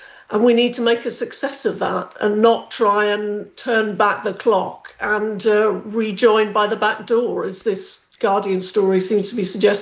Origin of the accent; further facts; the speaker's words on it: England, United Kingdom; But you know, we are English, so we're never happy with the weather, really.